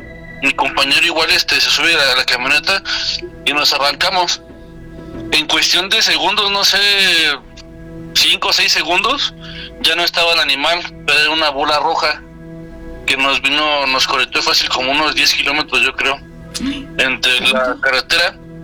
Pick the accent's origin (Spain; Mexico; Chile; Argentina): Mexico; Saltillo, Coahuila; yo soy de Saltillo, Coahuila. Yo viví mucho tiempo en Coahuila, y lo que es ahí en Parras y Ramos Arizpe, se contaban muchas historias de brujas.